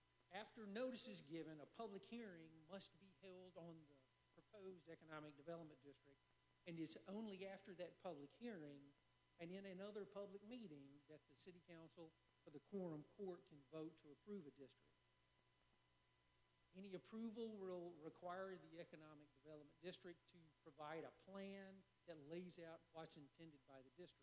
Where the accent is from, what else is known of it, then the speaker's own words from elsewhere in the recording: DeWitt, Arkansas, United States; now in Little Rock, United States; I grew up in DeWitt, and my folks still live down there, so I feel like I've got a good bit of Arkansas County still left in me.